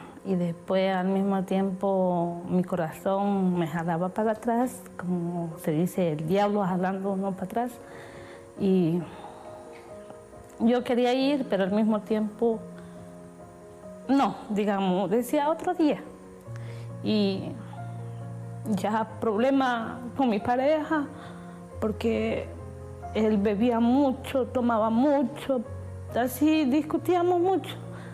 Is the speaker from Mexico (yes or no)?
no; Santa Cruz de la Sierra, Santa Cruz, Bolivia; moved away as an adult; now in Brazil; tengo 25 años, soy de Santa Cruz de la Sierra, Bolivia.